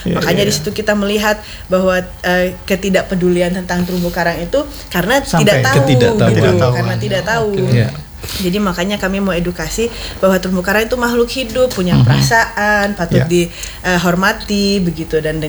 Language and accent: Indonesian; Lombok, West Nusa Tenggara, Indonesia; saya kan asli orang Lombok ya. Jadi dari kecil memang saya sudah senang banget snorkeling dan diving, scuba diving.